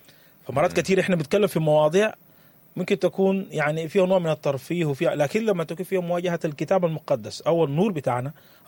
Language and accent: Arabic; Sudan; بلدنا السودان